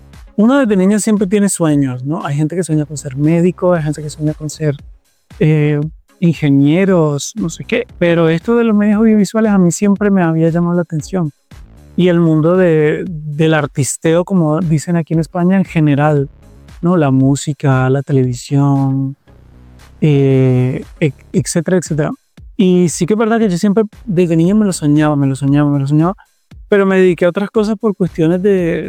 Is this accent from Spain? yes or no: no; Bogotá, Colombia; also born or lived in Barranquilla; Soy nacido en Barranquilla, pero me he criado la mayor parte en Bogotá.